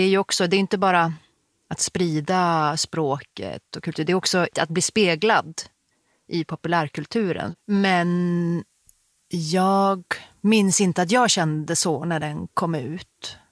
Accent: Torne Valley, Norrbotten County, Sweden; now in Stockholm, Sweden; Vi är systrar och bor idag i Stockholm, men vi är uppvuxna i Tornedalen.

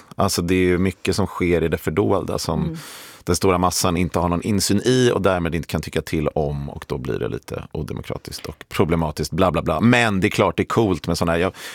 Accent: Stockholm, Stockholm County, Sweden; det som fanns i Stockholm då, där jag är uppvuxen

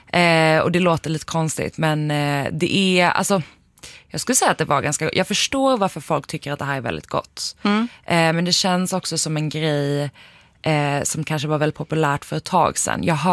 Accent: Skåne, Sweden; Jag skäms väldigt mycket för att jag kommer från Skåne och aldrig har ätit en bulle.

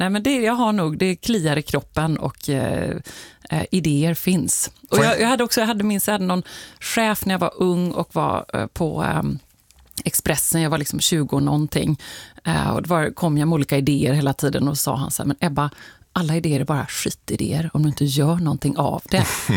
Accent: Gothenburg, Västra Götaland County, Sweden; moved away

